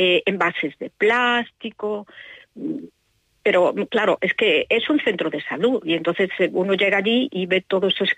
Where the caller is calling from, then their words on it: Pontevedra, Galicia, Spain; de Pontevedra.